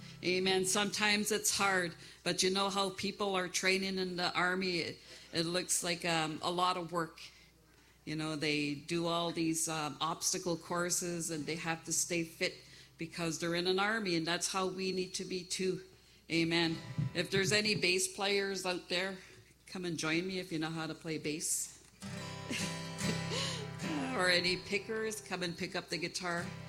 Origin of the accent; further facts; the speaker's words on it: Moosonee, Ontario, Canada; I'm from Moosonee, Ontario, and that's near Moose Factory.